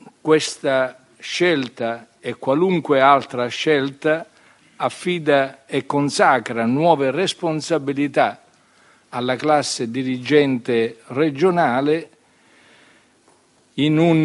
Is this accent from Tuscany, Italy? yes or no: no; Sicily, Italy; lo dico da siciliano